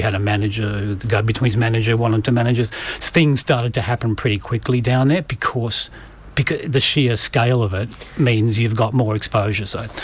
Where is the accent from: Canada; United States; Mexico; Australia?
Australia; Brisbane, Queensland; moved away; Greg and I grew up in Brisbane, in Oxley.